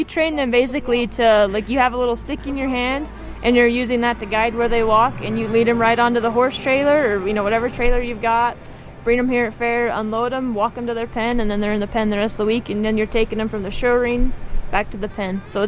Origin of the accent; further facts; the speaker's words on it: Woodruff, Utah, United States; moved away as an adult; now in Coalville, United States; I'm the 4-H coordinator here in Summit County. I've been here about 3 years. I grew up over in Woodruff, Utah, so Rich County, not too far away. Grew up on my family's cow-calf ranch.